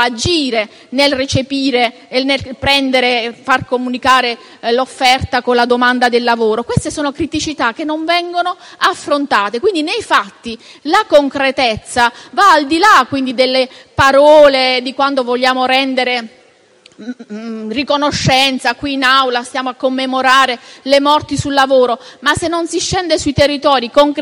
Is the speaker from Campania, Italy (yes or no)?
no; Borgo Mezzanone, Apulia, Italy; io vengo dal territorio del Borgo Mezzanone, quindi viviamo nel pieno di questa che è una problematica